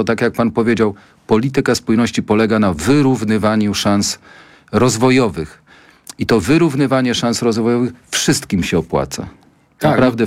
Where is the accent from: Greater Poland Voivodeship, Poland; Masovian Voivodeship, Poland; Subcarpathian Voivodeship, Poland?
Subcarpathian Voivodeship, Poland; i tutaj akurat obaj z panem posłem pochodzimy z takich regionów, z podkarpackiego.